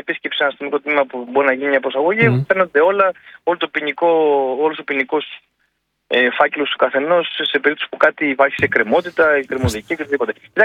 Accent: Greece

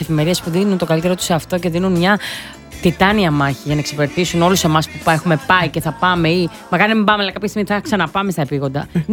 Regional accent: Western Greece, Greece; στα μέρη μου. Πάντα πιάνει εκεί η Ηλία

